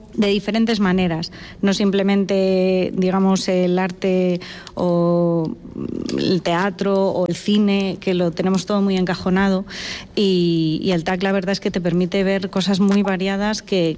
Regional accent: Roa, Castile and León, Spain; moved away as an adult; Yo soy de un pueblo de Burgos, cerca de Aranda de Duero, de Roa. Y ya vine a estudiar aquí a los 18 y ya me quedé.

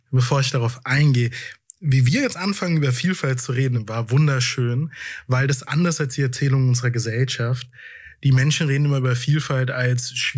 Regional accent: Rhineland-Palatinate, Germany; als ich ganz in der Nähe von Mainz mit meinem Vater durch ein Dorf lief, wo ich aufgewachsen bin.

